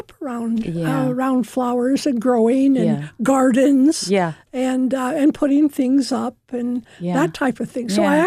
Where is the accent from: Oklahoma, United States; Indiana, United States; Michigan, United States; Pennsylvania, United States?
Indiana, United States; moved away; This is in Indiana. Okay. We're from Indiana.